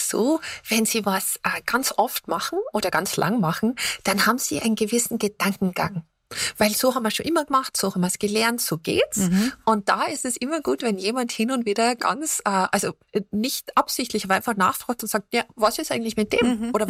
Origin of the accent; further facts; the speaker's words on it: Austria; moved away; ich bin ja aus Österreich